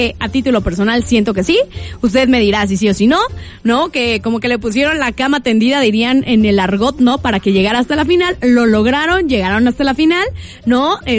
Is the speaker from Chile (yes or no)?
no; Mexico